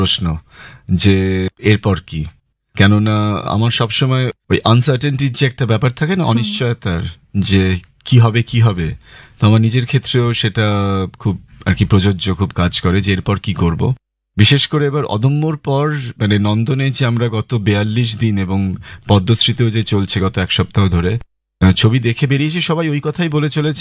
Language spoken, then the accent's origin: Bangla; West Bengal, India; এপার বাংলাতেও আমরা